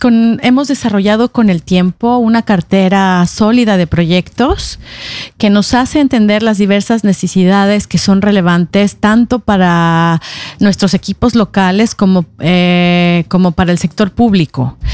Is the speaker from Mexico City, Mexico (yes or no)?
yes; Mexico City, Mexico; now in Norway; soy de la Ciudad de México